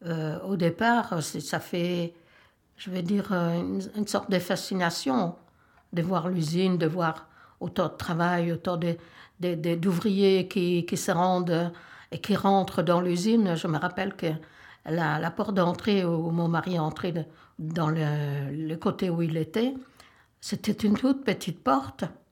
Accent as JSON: {"language": "French", "region": "Tuscany", "country": "Italy", "tie": "born or raised there", "second_language": "French", "moved": "as an adult", "lives_now": "Flémalle, Belgium", "said": "une commune où j'habite depuis mon arrivée en Belgique. Et je viens de Toscane. Je suis née là-bas et j'habitais là-bas jusqu'à l'âge de 21 ans, lorsque je me suis mariée. Et je suis venue ici parce que mon mari habitait ici."}